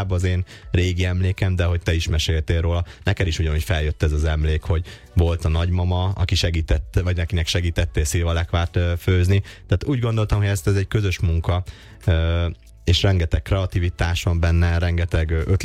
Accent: Celldömölk, Vas, Hungary; celdömölki születésű, és ott is élek.

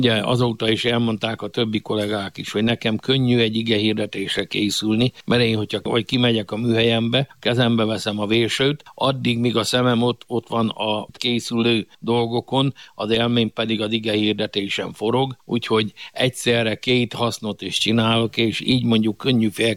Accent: Hut, Zakarpattia Oblast, Ukraine; also born or lived in Uzhhorod / Berehove; Kárpátalja Beregszász járás Gut községében születtem. Amikor bevégeztem a 8 általános iskolát, akkor utána Ungvár a 43-as számú faipari szakközépiskolába műbútorasztalosnak tanultam.

